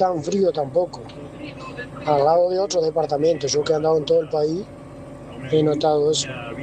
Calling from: Minas, Lavalleja, Uruguay; soy de Minas, camionero. Minas tiene su cosa, tiene su... Es lindo, Minas es lindo para vivir allí, lindo. Este, no es tan caluroso ni tan frío tampoco. Al lado de otros departamentos, yo que he andado en todo el país, he notado eso

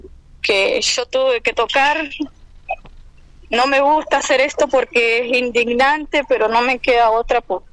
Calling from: Zapala, Neuquén, Argentina; yo soy de Zapala, sí.

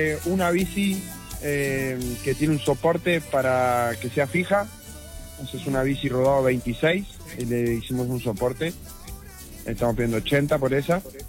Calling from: Carmen de Patagones, Buenos Aires Province, Argentina; yo soy acá de Patagones.

